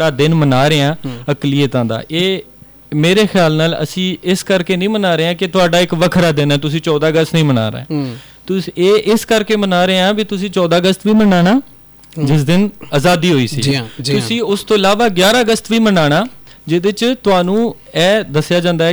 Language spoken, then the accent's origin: Punjabi; Pakistan; ਨਹੀਂ ਨਹੀਂ ਨਹੀਂ, ਮੈਂ ਪਾਕਿਸਤਾਨੀ ਹਾਂ, ਮੇਰੇ ਕੋਲ ਨੈਸ਼ਨਲਿਟੀ ਪਾਕਿਸਤਾਨ ਦੀ